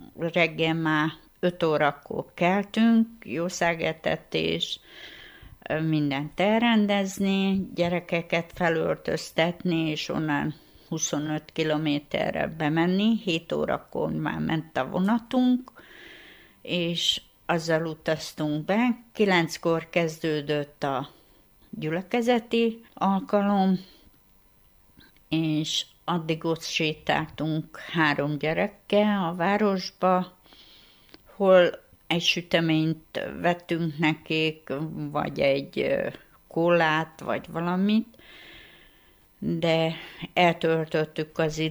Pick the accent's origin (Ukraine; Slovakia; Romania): Ukraine; Kígyós, Zakarpattia Oblast; moved away as an adult; also born or lived in Zápszony, Ukraine; now in Pocsmegyer, Hungary; Én kigyósi származású vagyok, a Kigyóson éltem előtte. A kigyósi gyülekezetbe jártam